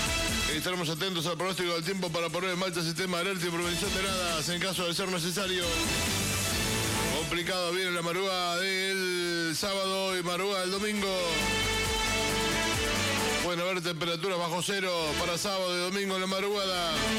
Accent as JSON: {"language": "Spanish", "country": "Argentina", "said": "somos los argentinos"}